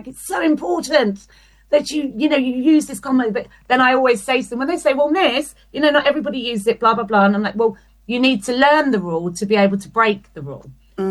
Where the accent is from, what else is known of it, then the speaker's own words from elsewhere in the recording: London, United Kingdom; now in Brighton, United Kingdom; As much as I'm from South London, I will never, ever live there ever again. Sorry, South London. I've done South. I am South London. That's in my bones. That's in my heart.